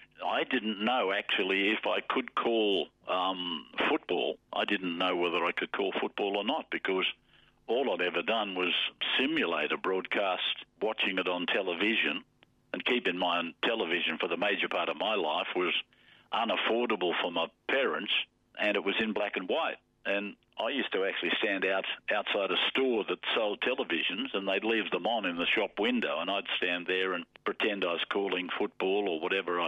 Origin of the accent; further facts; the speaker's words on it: Junee, New South Wales, Australia; So I left school when I was 14 and a half, and I went on the railway because my hometown, Junee, if you didn't work on the railway, you didn't have a job.